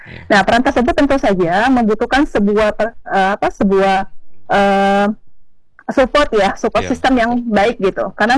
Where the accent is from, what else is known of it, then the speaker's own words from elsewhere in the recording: Pontianak, West Kalimantan, Indonesia; kayak saya di Pontianak ya, karena saya orang Melayu